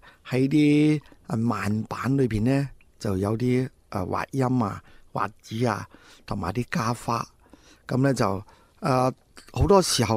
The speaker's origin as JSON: {"language": "Chinese", "region": "Guangdong", "country": "China", "said": "我估计广东音乐都应该有这种我们岭南人的特性在这里。"}